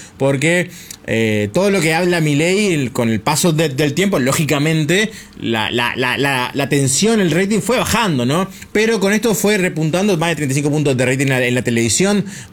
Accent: Argentina

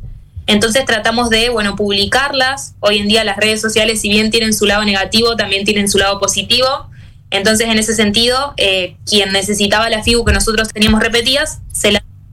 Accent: Felicia, Santa Fe, Argentina; Nosotros somos de Felicia. Uh-huh. Felicia es un pueblo chiquitito de la provincia de Santa Fe, somos 2.500 habitantes.

